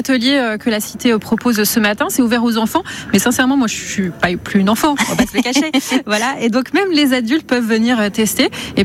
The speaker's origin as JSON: {"language": "French", "town": "Saint-Étienne", "region": "Auvergne-Rhône-Alpes", "country": "France", "said": "je fais comme tous les Stéphanois"}